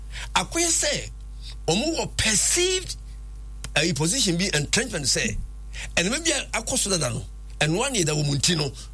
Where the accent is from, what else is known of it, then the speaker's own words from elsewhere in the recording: Kenya; Well, I'm from Kenya.